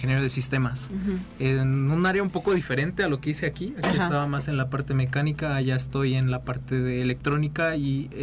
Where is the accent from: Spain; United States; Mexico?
Mexico; San Luis Potosí; moved away; saben que soy de San Luis, saben que estudié aquí